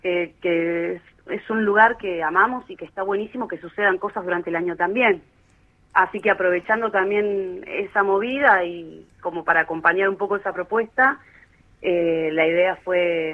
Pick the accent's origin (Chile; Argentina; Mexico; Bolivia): Argentina; El Cóndor, Río Negro; para los que somos del Cóndor